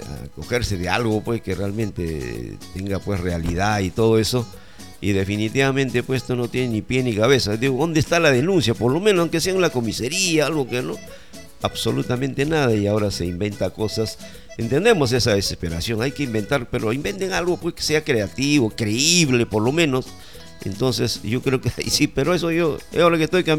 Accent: Mazamari, Junín, Peru; soy masamarino, nací, crecí acá, mis hijos también nacieron acá y son masamarinos

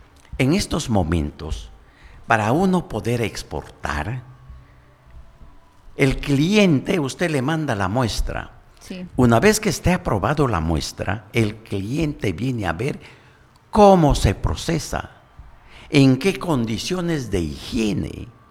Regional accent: San José de Sisa, San Martín, Peru; Me da mucho gusto estar aquí en San José de Sisa. Usted sabe que es mi tierra.

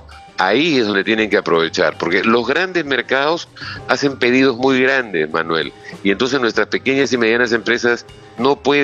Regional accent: Guatemala; 100 millones de dólares como potencial de ventas no es poca cosa para el mundo de las pymes en mi país. Y entonces, por favor, tomen en cuenta esto. Guatemala, puedes llegar en un vuelo Lima, Panamá, Panamá, ciudad de Guatemala.

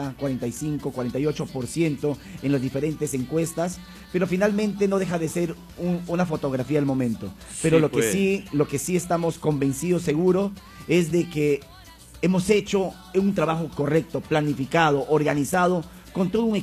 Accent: Punchana, Loreto, Peru; Gracias a mi pueblo de Punchana por todo el respaldo contundente

